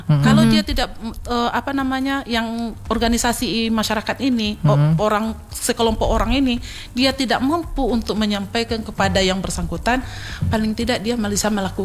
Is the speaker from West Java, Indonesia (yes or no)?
no; West Sumatra, Indonesia; kita orang Minang